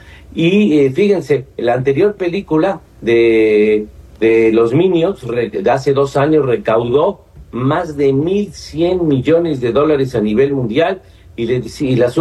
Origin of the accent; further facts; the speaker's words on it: Puebla, Mexico; estoy aquí en un compromiso personal en mi ciudad de Puebla, en mi ciudad natal